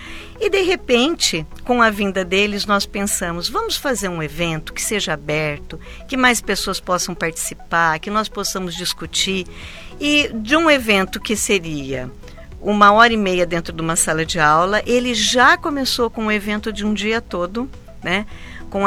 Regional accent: Brazil; Enquanto brasileiros que somos.

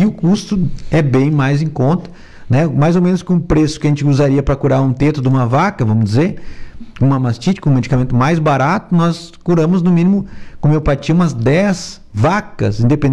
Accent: Rio Grande do Sul, Brazil; now in Santa Catarina, Brazil; Eu sou gaúcho, né?

